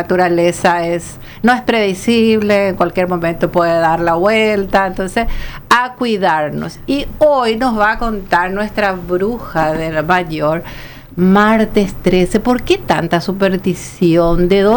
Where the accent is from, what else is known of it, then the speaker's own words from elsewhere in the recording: Alto Paraná, Paraguay; yo soy del Alto Paraná, me malcrié en el Alto Paraná